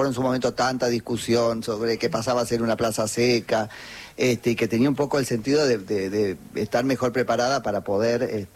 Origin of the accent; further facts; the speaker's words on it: San Andrés de Giles, Buenos Aires Province, Argentina; Yo soy de San Andrés de Giles, te cuento, Lucas.